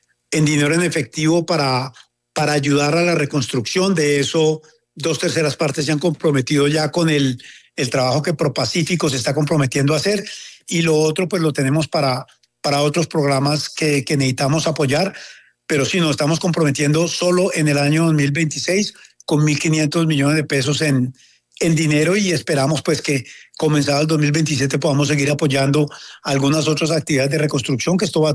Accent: Colombia; moved away; para mí como colombiano

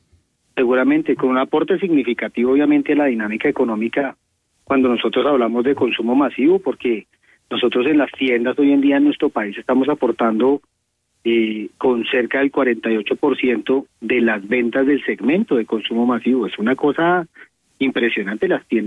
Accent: Colombia; nosotros como colombianos

